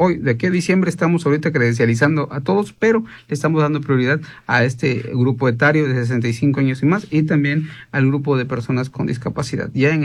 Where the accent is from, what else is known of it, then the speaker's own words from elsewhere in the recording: Campeche, Mexico; yo como mexicano, como campechano, voy a poder ingresar y me van a atender y no me van a rechazar.